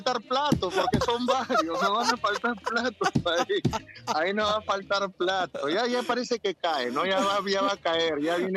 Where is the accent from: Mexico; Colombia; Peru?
Peru; Lima; moved away as an adult; now in Queens, New York, United States; como buen peruano chambeador